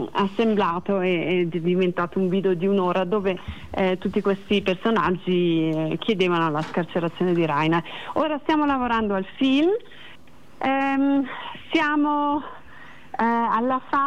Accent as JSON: {"language": "Italian", "region": "Ticino", "country": "Switzerland", "said": "Sono scappata dal Canton Ticino perché si muore, ma sono andata nel Canton Grigioni"}